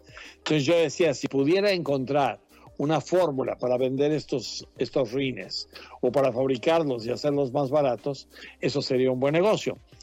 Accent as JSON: {"language": "Spanish", "region": "Quebec", "country": "Canada", "tie": "born or raised there", "also_born_or_lived": "Mexico", "said": "yo nací en México, pero crecí en Quebec, en Canadá. Entonces me fui muy joven a México. Después regresé a México."}